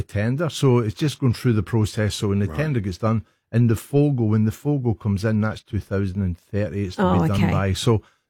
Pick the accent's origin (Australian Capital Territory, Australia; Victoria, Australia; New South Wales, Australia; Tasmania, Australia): New South Wales, Australia; we come from New South Wales.